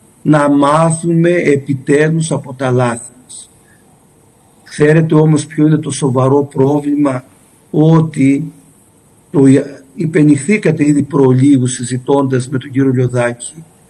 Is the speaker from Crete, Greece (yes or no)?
yes; Crete, Greece; accent: Cretan; ως κριτικός μιλώντας